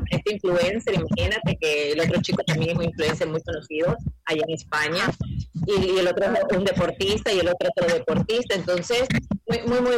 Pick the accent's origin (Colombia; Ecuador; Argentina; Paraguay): Ecuador